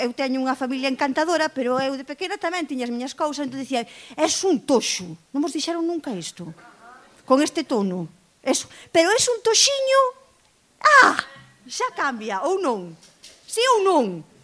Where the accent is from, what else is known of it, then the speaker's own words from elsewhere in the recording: Maniños, Galicia, Spain; Miradme a min, que son de Maniño, sabedes onde está.